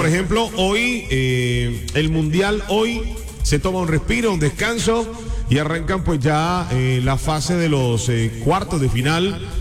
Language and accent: Spanish; Colombia; independientemente de lo que haya pasado como colombiano, a mí me dolió muchísimo.